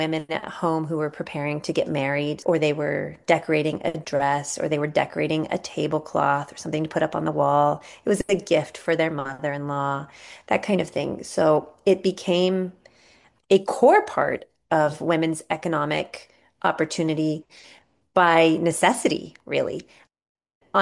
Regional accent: United States; moved away as an adult; also born or lived in Palestine; I'm American.

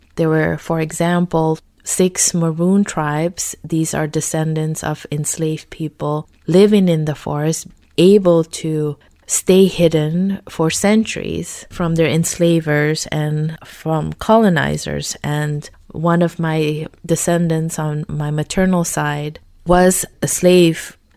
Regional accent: Suriname; now in Miami, United States; Oh, that sounds wonderful. I'm from Suriname. It's a country right above Brazil that not many people have heard of.

